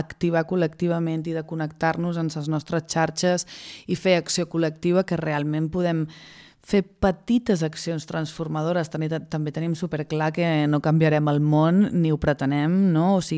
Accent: Menorca, Balearic Islands, Spain; moltes de les persones que som de Menorca

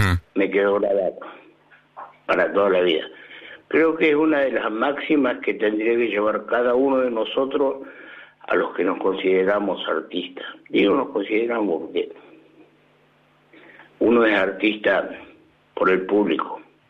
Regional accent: General Güemes, Salta, Argentina; yo soy nativo de Salta, de General Güemes.

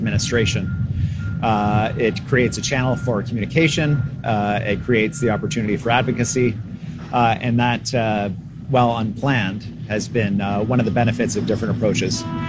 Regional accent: British Columbia, Canada; For us as Canadians, for us as British Columbians, now is the moment to ensure that we do what previous generations talked about but never took the steps

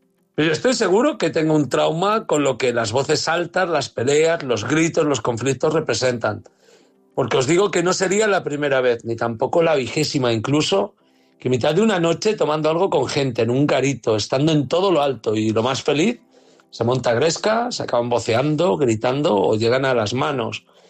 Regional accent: Castile, Spain; Soy castellano que se enamoró de V

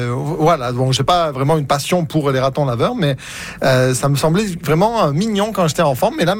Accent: France; Mais ouais, en tant que Français, je pense que on a une vision un peu romantique du raton laveur

